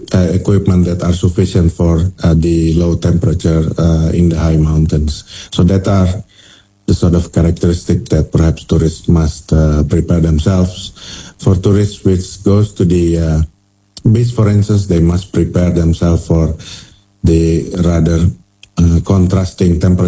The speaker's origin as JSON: {"language": "English", "country": "Indonesia", "said": "this chilly weather for most of us Indonesians."}